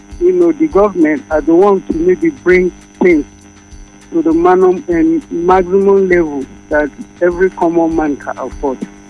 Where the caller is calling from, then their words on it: Nigeria; I'm calling from Brigade.